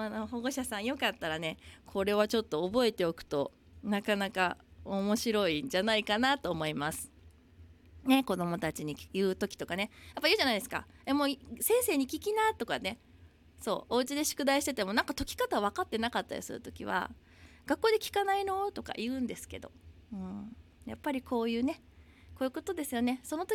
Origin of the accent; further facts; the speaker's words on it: Hiroshima, Japan; now in Okinawa, Japan; 本当にこの地元の広島から沖縄に住んだのが私にとっては初めての、一人でこう引っ越すっていうのはね、初めてだったんです。